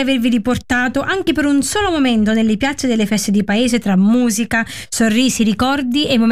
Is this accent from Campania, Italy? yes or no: yes; Campania, Italy; io sono campana, sono provincia di Caserta